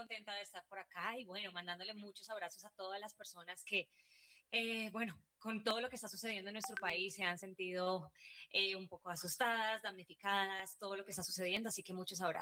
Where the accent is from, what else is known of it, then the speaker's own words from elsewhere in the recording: Colombia; now in United States; Hace 8 años me fui de Colombia, estoy viviendo en los Estados Unidos, así que es muy lindo volver a casa, volver a la tierrita para hablar de música.